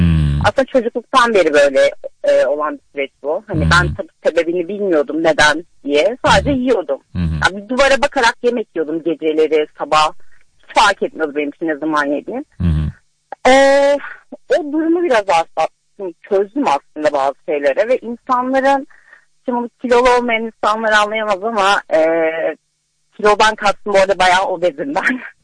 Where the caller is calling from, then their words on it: Istanbul, Turkey; Ataşehir'den arıyorum, İstanbul'dan.